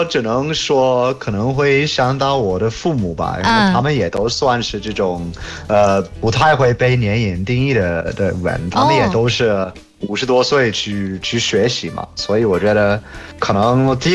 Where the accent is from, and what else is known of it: United Kingdom; Chinese is a second language; moved away